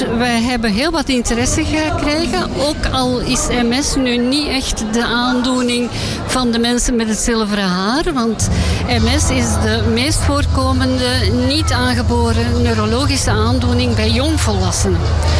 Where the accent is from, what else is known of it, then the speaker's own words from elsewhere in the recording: Antwerp, Flanders, Belgium; Maar ik ben van Antwerpen en wij eten en drinken ook graag.